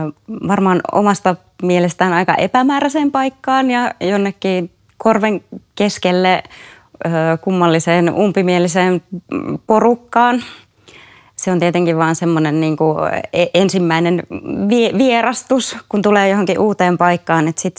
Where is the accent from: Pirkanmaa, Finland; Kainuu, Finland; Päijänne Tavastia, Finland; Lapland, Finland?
Kainuu, Finland; mä oon itse kotoisin Kainuusta ja se on mulle tuttua, niin kuin tuttua maisemaa